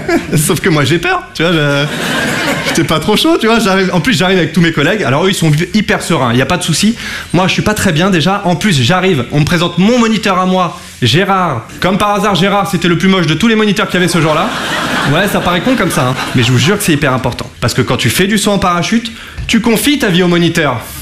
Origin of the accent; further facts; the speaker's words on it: Hauts-de-France, France; now in Paris, France; Moi je suis pas de Paris à la base, moi je viens de Picardie.